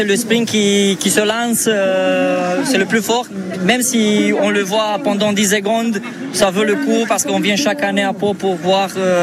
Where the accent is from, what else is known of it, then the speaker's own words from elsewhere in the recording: Romania; moved away; Oui, on est originaire de Roumanie